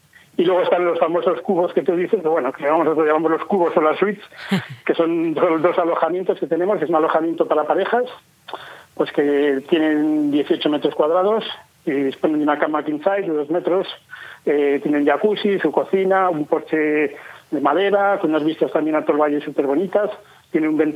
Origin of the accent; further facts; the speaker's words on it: Pradoluengo, Castile and León, Spain; Somos de aquí, del pueblo natal, somos natales de Pradoluengo